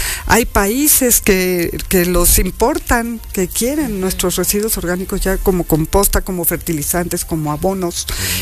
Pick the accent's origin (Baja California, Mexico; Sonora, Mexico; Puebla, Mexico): Puebla, Mexico; Entonces, si nosotros como poblanos pues caemos en la cuenta de la importancia de separar